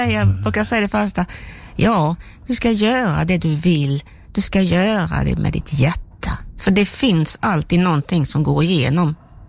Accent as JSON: {"language": "Swedish", "town": "Steninge", "region": "Halland County", "country": "Sweden", "lives_now": "Växjö, Sweden", "said": "Jag är ju som från Steninge, det ligger vid havet alldeles, och vårt gamla hus som finns kvar, det ligger nära havet"}